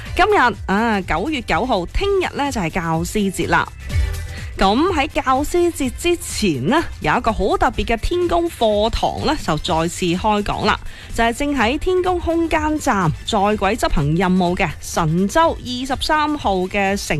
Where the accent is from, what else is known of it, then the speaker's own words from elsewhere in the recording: Foshan, Guangdong, China; first language Cantonese; 咁而作为佛山人呢